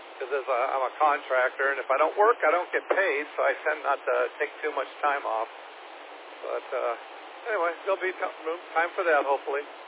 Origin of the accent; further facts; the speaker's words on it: California, United States; now in Texas, United States; I'm from California originally, been here for about 25 years